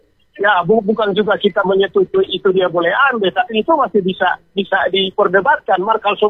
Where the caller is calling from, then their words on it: Tomohon, North Sulawesi, Indonesia; Kita orang Tomon